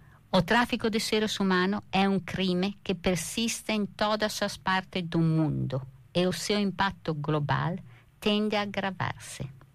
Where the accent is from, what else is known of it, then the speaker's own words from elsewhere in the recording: Italy; Spanish is a second language; Yo soy italiana